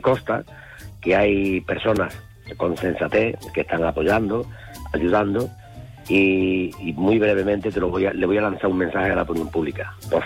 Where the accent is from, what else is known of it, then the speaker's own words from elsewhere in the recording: Berrocal, Andalusia, Spain; criado en Berrocal